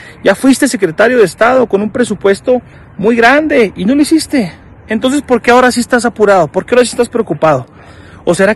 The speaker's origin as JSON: {"language": "Spanish", "town": "Creel", "region": "Chihuahua", "country": "Mexico", "said": "lo que pasa aquí en Krill. No niego lo que tú dices, ¿eh? Y nos duele. Me duele mucho lo que dices de mi pueblo"}